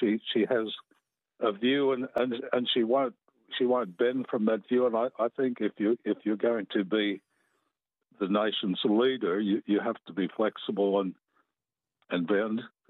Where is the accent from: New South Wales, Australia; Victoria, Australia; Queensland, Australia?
Queensland, Australia; Bribie Island; Hi, Paul. I'm from Bribie Island.